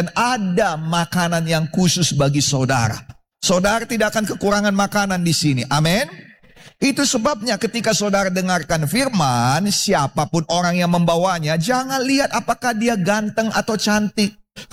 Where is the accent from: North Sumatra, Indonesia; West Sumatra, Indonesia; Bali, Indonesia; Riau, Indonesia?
North Sumatra, Indonesia; Medan; Tapi saya orang Medan, Ci.